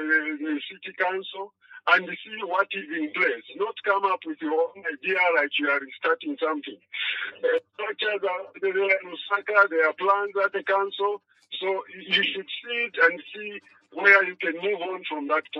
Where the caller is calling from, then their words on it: Solwezi, North-Western Province, Zambia; I'm calling you from Solwezi.